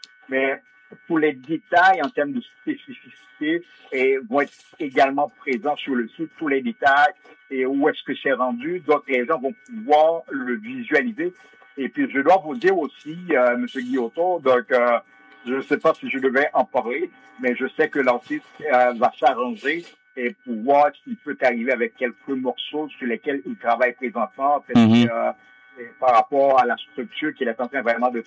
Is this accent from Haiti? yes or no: yes; Haiti; et puis je suis un Haïtien